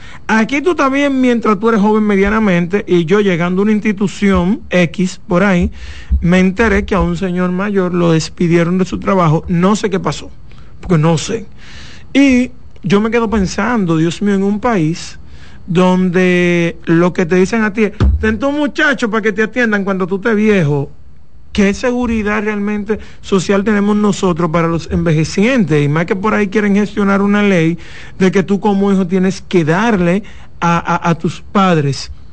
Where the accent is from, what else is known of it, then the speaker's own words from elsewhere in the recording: Dominican Republic; nosotros como dominicanos hemos repetido lo mismo.